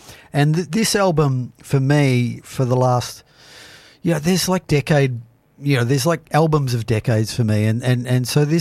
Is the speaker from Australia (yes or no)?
yes; Australia; being Australian